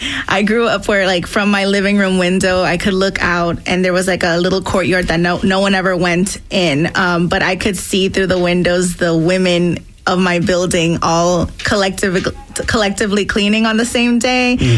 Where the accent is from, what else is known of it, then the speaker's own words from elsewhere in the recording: Brooklyn, New York, United States; Well, I was born in Brooklyn, New York, and I grew up in the early 90s in what I would describe as a very Dominican building. I grew up in the Crown Heights neighborhood of Brooklyn